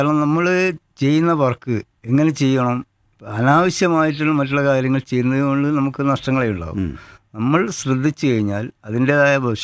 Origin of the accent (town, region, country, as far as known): Kerala, India; moved away; also born or lived in Maharashtra